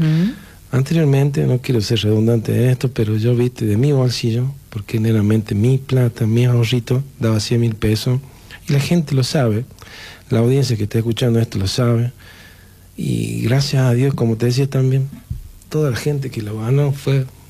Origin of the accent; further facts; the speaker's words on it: Famatina, La Rioja, Argentina; Yo vengo de una familia pobre, sé lo que es la pobreza, ¿me entendés? Amo Famatina porque vengo de Famatina, en mi familia toda de Famatina.